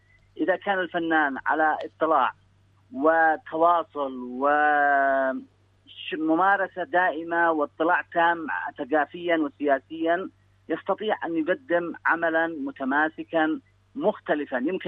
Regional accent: Yemen; عندنا في اليمن

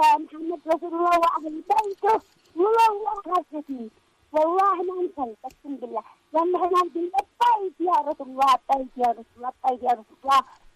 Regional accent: Yemen; أنا يمني وأصل فوق كل يهودي كل واضي أنا يمني

